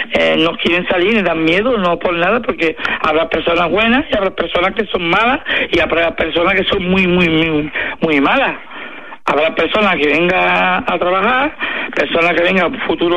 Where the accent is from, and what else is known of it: Spain